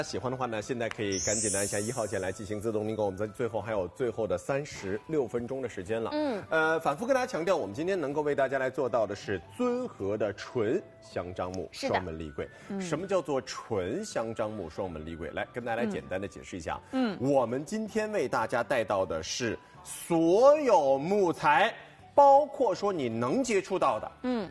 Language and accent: Chinese; Hangzhou, Zhejiang, China; 因为我是杭州人